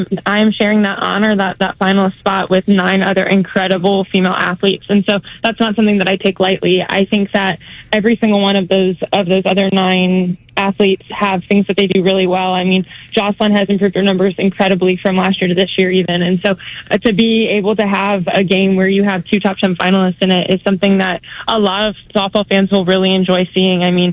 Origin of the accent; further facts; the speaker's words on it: Cleveland, Ohio, United States; I grew up in Cleveland, Ohio, where we had the Akron Racers an hour from my house.